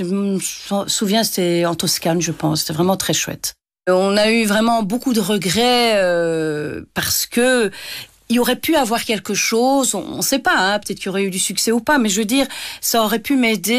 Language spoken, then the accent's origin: French; Liège, Wallonia, Belgium; qu'on vient de Liège, on est dans une petite ville, mes parents sont avec nous